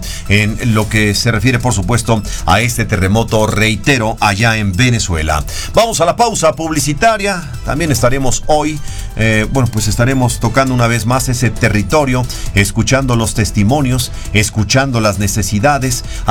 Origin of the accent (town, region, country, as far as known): Mexico